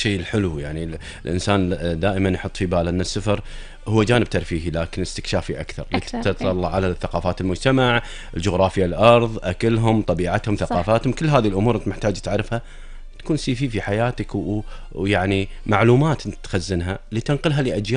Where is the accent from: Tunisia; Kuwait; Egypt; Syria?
Kuwait; لكن الكويت مهما كانت درجات الحرارة فيها نحبها، بحرها، بلاهوبها، برطوبتها، أرضنا وديرتنا مالنا غنى عنها، نحبها مهما كانت.